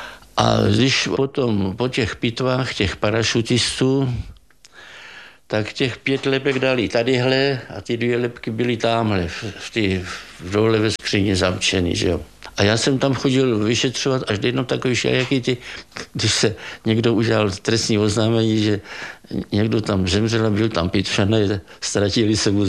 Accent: Vysoké nad Jizerou, Liberec Region, Czechia; Moje rodačka Vysokého nad Jizerou, Aninka Zemánková, si vzala syna hostinského Jarolímka z Libně.

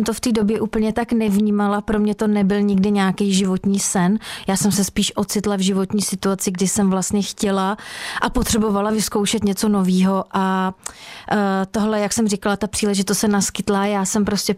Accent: Sokolov, Karlovy Vary Region, Czechia; moved away as an adult; also born or lived in Kraslice; now in Prague, Czech Republic; Narodila jsem se jako spousta dětí a mého ročníku v Kraslicích, ale jinak jsem celý život vyrůstala v Sokolově, celé dětství i vlastně dospívání jsem tam prožila.

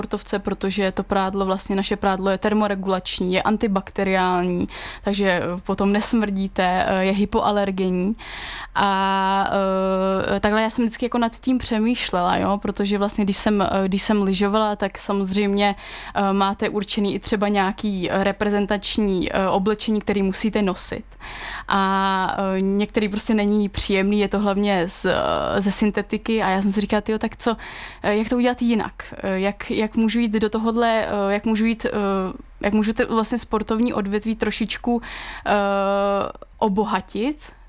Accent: Jilemnice, Liberec Region, Czechia; jsem z Krkonoš, takže tam to bylo úplně jasný, jsem z Jilemnice, to je samozřejmě kolébka nějakého lyžování

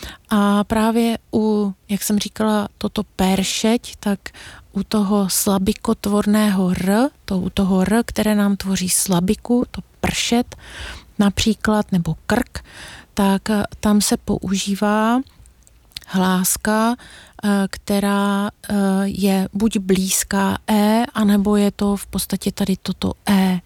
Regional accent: Jindřichův Hradec, South Bohemian Region, Czechia; Já pocházím z Jindřichova Hradce

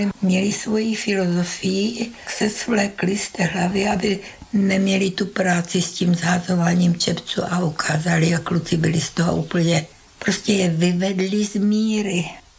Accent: Kozlovice, Moravian-Silesian Region, Czechia; born there; also born or lived in Nová Bystrica, Slovakia

